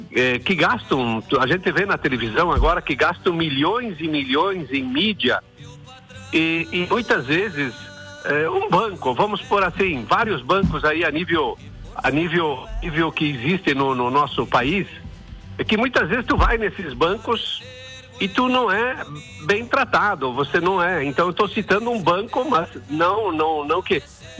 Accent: Concórdia, Santa Catarina, Brazil; da onde que tu é? Concórdia.

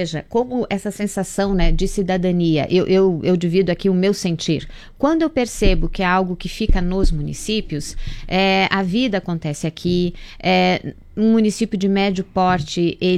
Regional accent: Brazil

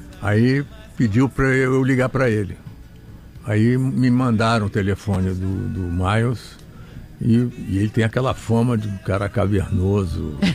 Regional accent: Rio de Janeiro, Brazil; Sou nascido e criado na Muda da Tijuca.

